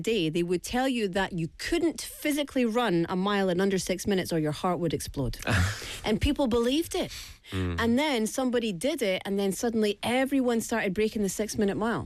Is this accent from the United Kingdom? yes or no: yes; United Kingdom; because I'm British, so it's something that's come out every year for as long as I can remember.